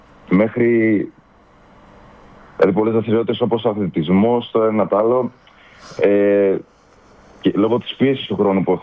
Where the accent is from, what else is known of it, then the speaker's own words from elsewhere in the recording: Rhodes, South Aegean, Greece; ως νησιώτες είμαστε εδώ η ναυαρχίδα του τουρισμού.